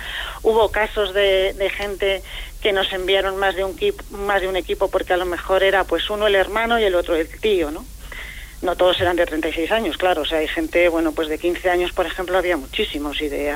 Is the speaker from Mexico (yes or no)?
no; Madrid, Community of Madrid, Spain; accent: castizo; igual me notas el acento un poco castizo porque soy de Madrid, soy de Madrid-Chamberí. O sea que madrileño.